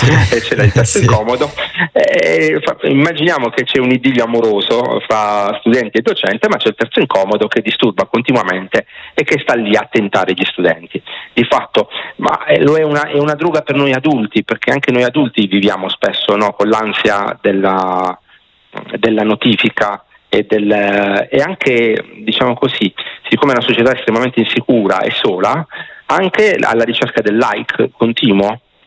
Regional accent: Apulia, Italy; perché io sono pugliese, no? E penso che si senta

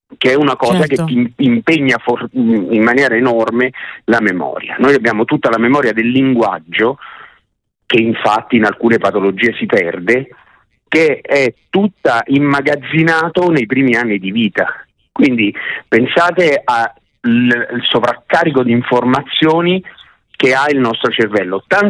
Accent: L'Aquila, Abruzzo, Italy; io sono originario dell'Aquila

